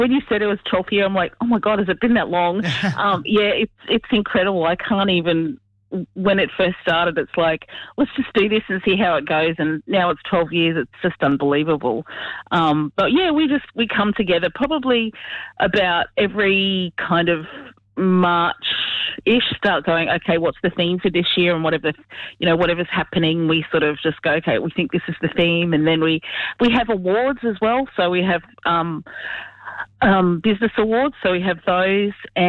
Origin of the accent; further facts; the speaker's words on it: Queensland, Australia; I'm actually from Queensland and based in Brisbane